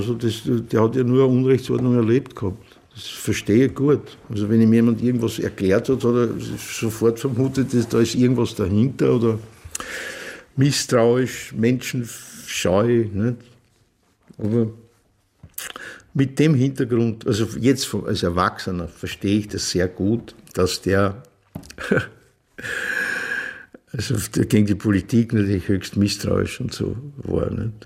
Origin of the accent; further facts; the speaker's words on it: Vienna, Austria; das lernt man halt als Kind in Wien, nicht? Praktisch. Also für mich war das eine interessante Lebenswelt, weil ich habe mich überhaupt nicht arm gefühlt.